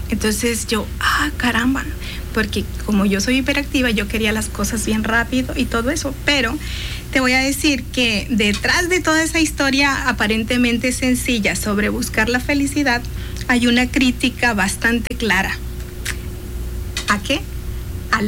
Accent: Sonora, Mexico; somos sonorenses

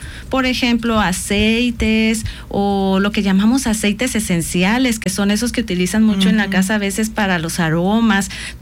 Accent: Jalisco, Mexico; yo soy de Jalisco, entonces lo conocen como jitomate, ¿verdad?

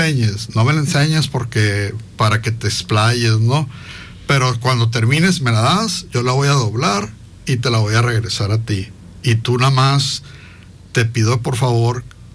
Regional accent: Hermosillo, Sonora, Mexico; born there; Yo nací en Hermosillo, Sonora. Y nací en Hermosillo, Sonora. Mi mamá es de Hermosillo, Sonora. Mi papá es de la ciudad de Monterrey. Era de la ciudad de Monterrey.

